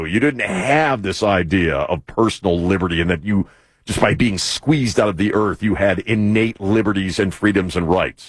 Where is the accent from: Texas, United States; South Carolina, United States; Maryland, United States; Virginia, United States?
Maryland, United States; Cape St. Clair; I'm from Annapolis, as I mentioned in the first area, I grew up in a little town called Cape St. Clair, about 20 minutes from Annapolis, right there on the Chesapeake Bay on the western side.